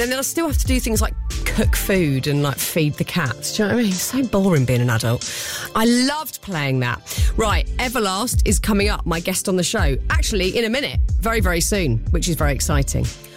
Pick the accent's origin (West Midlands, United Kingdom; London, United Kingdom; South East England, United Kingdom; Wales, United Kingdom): South East England, United Kingdom; Brighton; When I grew up in Brighton, there was a legendary place called Pirate's Deep.